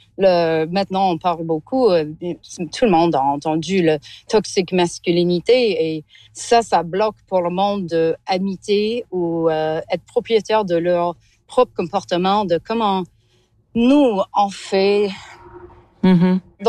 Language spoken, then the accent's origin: French; Alberta, Canada; Ben, en fait, la base, moi, je viens de l'Alberta.